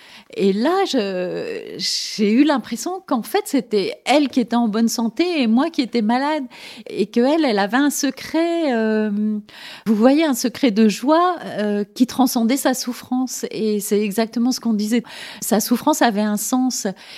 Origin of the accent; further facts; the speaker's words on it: Nancy, Grand Est, France; Et donc, chaque année, chez moi à Nancy, il y avait le train des polios qui traversait toute la France